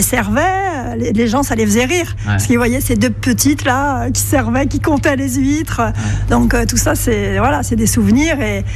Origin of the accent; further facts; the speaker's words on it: Brittany, France; Je suis bretonne à la base